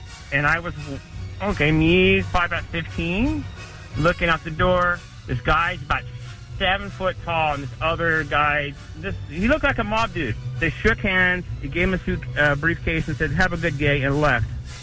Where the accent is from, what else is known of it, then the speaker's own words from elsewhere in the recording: Kentucky, United States; I grew up in Kentucky